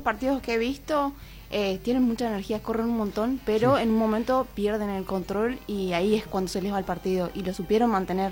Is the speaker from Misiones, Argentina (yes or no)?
yes; Posadas, Misiones, Argentina; moved away as an adult; now in Oberá, Argentina; Bah, en realidad soy de Posadas, ah, pero de Posadas. Estoy viviendo acá hace 4 años.